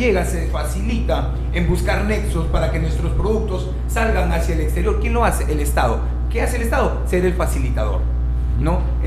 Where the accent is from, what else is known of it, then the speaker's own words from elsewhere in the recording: Piura, Peru; born there; also born or lived in Tambogrande, Piura; yo nací en el asentamiento humano Pachitea, en el Piura, ¿no? Pero parte de mi niñez la pasé aquí en Tambo Grande, casi un poquito más de 2 años, casi 3 años, en el Valle de los Incas, en Huiracocha.